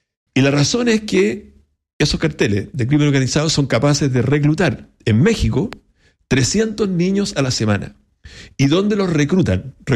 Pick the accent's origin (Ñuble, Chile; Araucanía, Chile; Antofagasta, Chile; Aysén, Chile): Ñuble, Chile; Yo soy de Ñuble